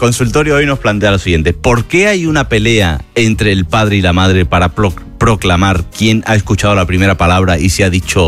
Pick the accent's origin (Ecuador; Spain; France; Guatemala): Spain; Seville, Andalusia; Sabéis que, evidentemente, soy de Sevilla.